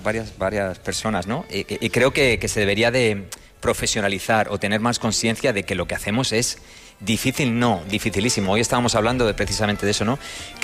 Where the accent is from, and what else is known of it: Spain; moved away as an adult